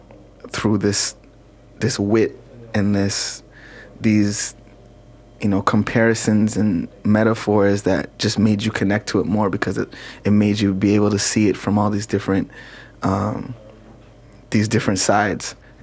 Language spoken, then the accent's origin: English; Toronto, Ontario, Canada; adding a little bit of growing up in Toronto